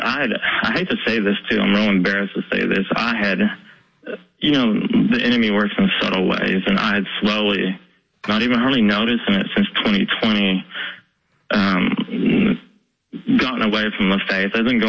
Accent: Weatherford, Oklahoma, United States; I know people in Oklahoma City and my hometown of Weatherford and a lot of places that are going through loneliness too

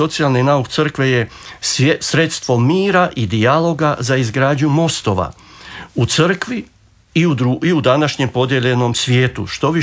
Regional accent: Croatia

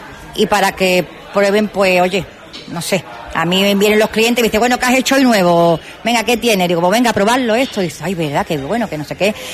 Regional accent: Ceuta, Spain; para que vea que somos ceutí, que lo llevamos en la sangre, que tenemos que luchar por nuestra tierra.

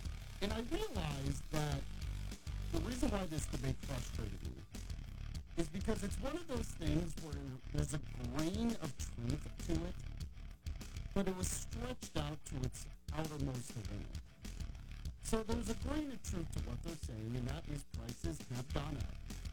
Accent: Huntsville, Alabama, United States; moved away as an adult; also born or lived in Memphis; I am from Huntsville, but I cut my teeth in publishing in Memphis back in 92. And my wife and I and my daughter, Lauren, ended up moving back home in 07.

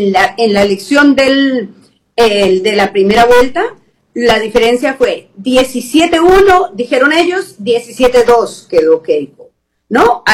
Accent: Colombia; now in Peru; Yo soy colombiana

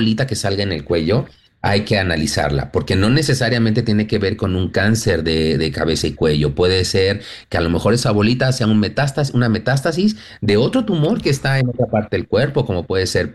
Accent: Mexico; y yo soy mexicano y estoy consciente de que nuestra medicina tradicional

